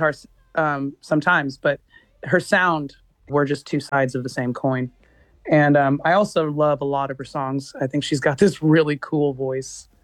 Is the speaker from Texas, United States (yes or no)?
yes; Austin, Texas, United States; I am from Austin, Texas, the land of UT.